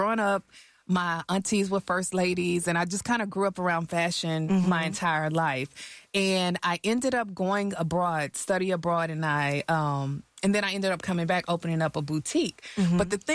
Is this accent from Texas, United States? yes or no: yes; Texas, United States; I was that homegirl from Harm Clark, Texas, where I grew up.